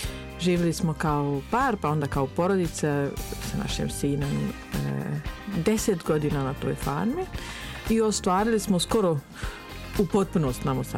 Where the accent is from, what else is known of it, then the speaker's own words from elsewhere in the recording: Switzerland; moved away as an adult; now in Boškovići, Serbia; Ja sam odrasla u Švajcarskoj i moj ujak je imao farmu. Ja sam kao dijete bila puno na selu